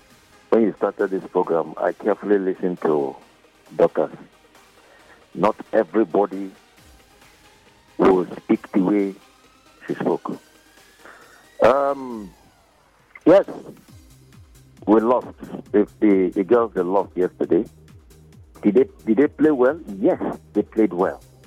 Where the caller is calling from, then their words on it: Port Harcourt, Rivers, Nigeria; I'm calling from Port Harcourt, Township.